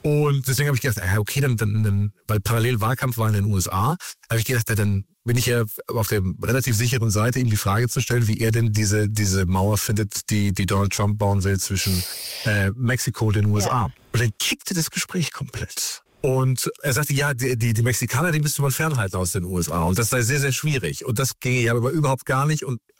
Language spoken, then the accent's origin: German; Germany; dass ich auch als Deutscher